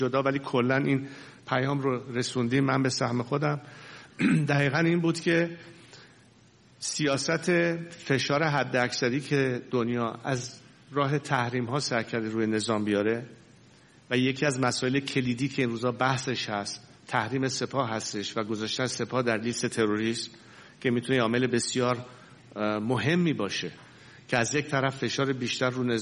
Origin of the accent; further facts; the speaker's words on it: Iran; moved away; من به عنوان یک ایرانی